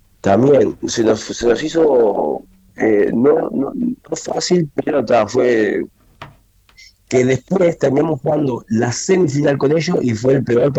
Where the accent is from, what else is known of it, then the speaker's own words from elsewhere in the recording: Uruguay; fuimos 8 de acá de Uruguay.